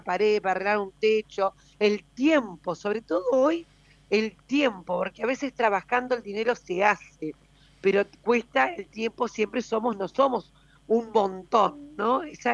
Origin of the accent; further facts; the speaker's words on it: Piedmont, Italy; now in Argentina; Vinimos de Piemonte, somos de Piemonte, somos piemonteses de provincia de Cuneo.